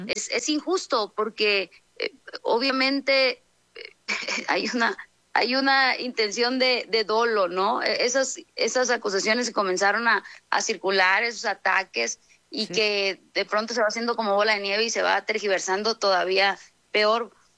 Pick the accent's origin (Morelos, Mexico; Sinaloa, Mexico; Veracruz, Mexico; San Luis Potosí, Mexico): Sinaloa, Mexico